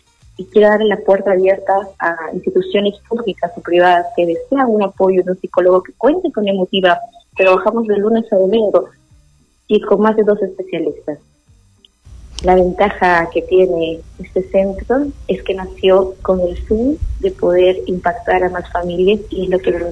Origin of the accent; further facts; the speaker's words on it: Lima, Peru; Yo vengo de una familia de Lima